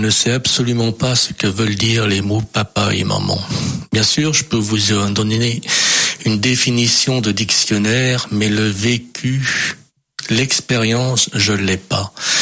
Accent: France; born there; je suis né en France

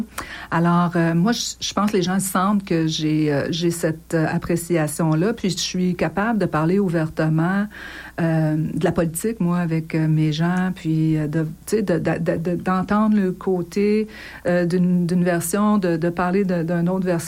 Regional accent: Canada; moi, je viens du Canada

